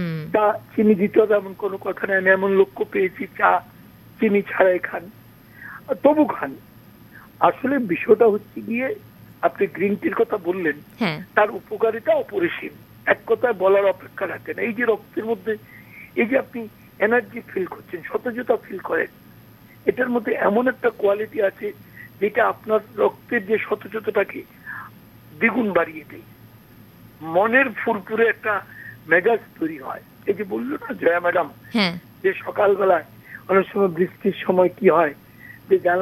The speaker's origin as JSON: {"language": "Bangla", "country": "India", "said": "আমাদের ভারতবর্ষের মধ্যে"}